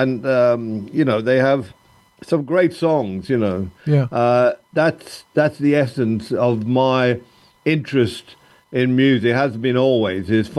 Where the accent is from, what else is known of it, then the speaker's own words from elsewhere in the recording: Ireland; I come from Ireland, where it's always had a history of difficulty with the northern part of the country based on religion.